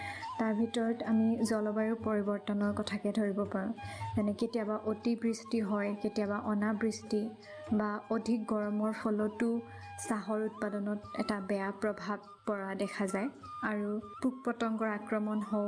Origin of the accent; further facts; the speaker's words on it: Kamalpur, Assam, India; মোৰ ঘৰ লখিমপুৰ জিলাৰ কমলপুৰত। মই ক্ষুদ্ৰ চাহ খেতিৰ লগত জড়িত। আমাৰ গাঁওখনৰ প্ৰায় 75% লোকেই চাহ খেতি কৰে, গতিকে মই সৰুৰে পৰা এই চাহ খেতিৰ প্ৰক্ৰিয়াটো দেখি আহিছোঁ।